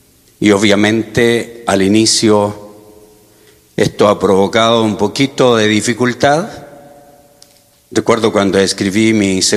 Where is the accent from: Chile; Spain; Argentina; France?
Chile; moved away